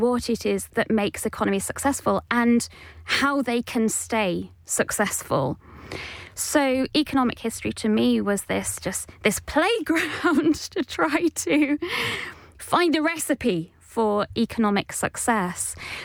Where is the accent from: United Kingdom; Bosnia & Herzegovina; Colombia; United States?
United Kingdom; Oldham, North West England; So I grew up in Oldham, probably a century too late, because Oldham was really at its peak in 1890. It was part of the whole Manchester hub.